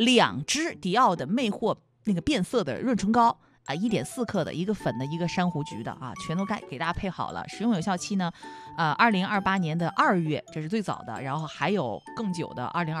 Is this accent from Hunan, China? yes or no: yes; Hunan, China; 我们湖南人